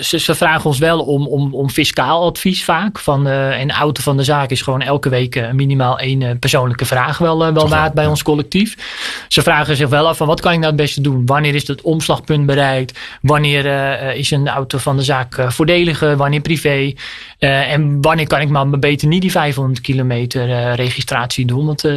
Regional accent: North Holland, Netherlands

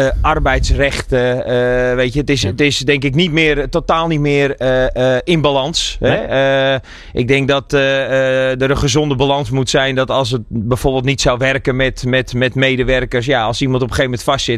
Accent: Netherlands; ben hier geboren en getogen in Nederland.

